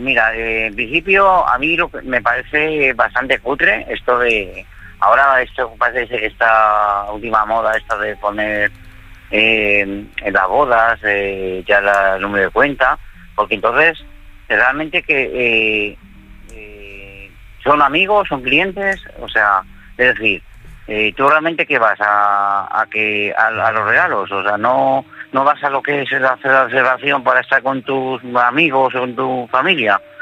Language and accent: Spanish; Madrid, Community of Madrid, Spain